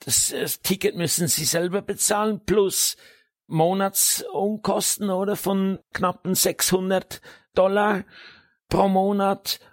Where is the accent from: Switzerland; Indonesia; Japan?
Switzerland; moved away; nach fast 40 Jahren bin ich wieder in meinem Heimatland. Hätte ich nie gedacht.